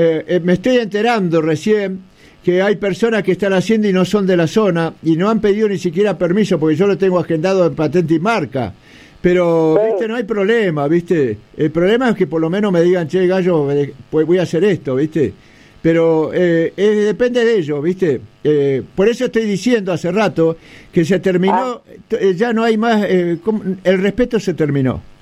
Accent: Santiago del Estero, Argentina; moved away; Las cosas que hacíamos cuando éramos niños allá en Santiago.

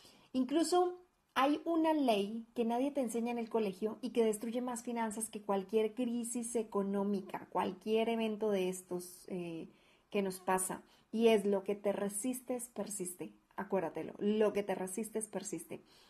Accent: Colombia; now in Guadalajara, Mexico; colombiana, viviendo en Guadalajara, México.

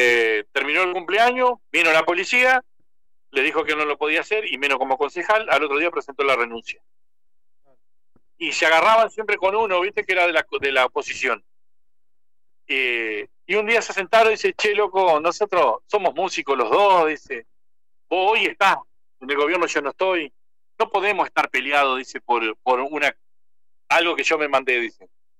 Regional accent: Diamante, Entre Ríos, Argentina; nosotros acá en Diamante

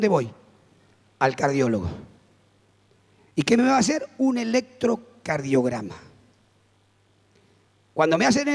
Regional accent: Argentina; nos olvidamos como argentinos

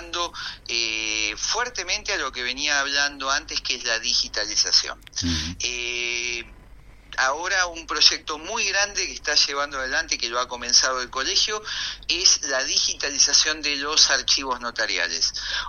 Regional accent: Mar del Plata, Buenos Aires Province, Argentina; Yo soy de Mar del Plata

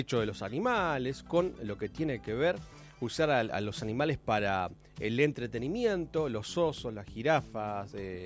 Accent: Cipolletti, Río Negro, Argentina; de Cipolletti del barrio San Pablo.

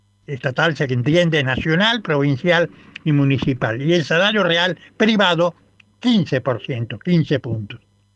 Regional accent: Rosario, Santa Fe, Argentina; now in Buenos Aires, Argentina; mi ciudad natal

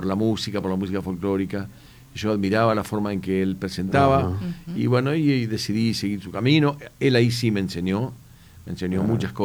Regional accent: Gualeguay, Entre Ríos, Argentina; yo empecé como canillita en mi pueblo, en Gualeguay

